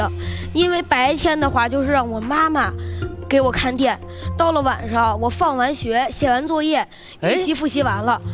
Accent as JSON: {"language": "Chinese", "region": "Beijing", "country": "China", "tie": "born or raised there", "said": "我老北京的。"}